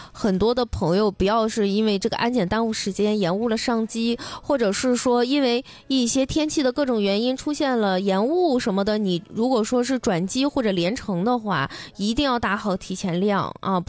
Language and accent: Chinese; Dalian, Liaoning, China; 咱们大连人